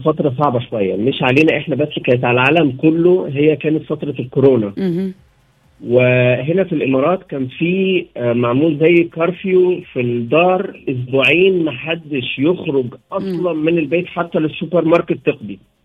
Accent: Egypt; مجرد ان هم يعرفوا ان انا مصري تلاقي الناس بدات تتلم.

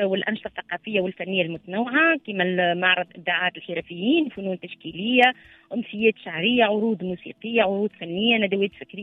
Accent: Tunisia; خاصة احنا من تونس

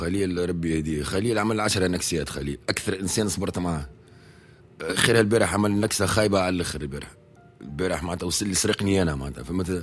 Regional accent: Tunisia; محلانا التوانسة

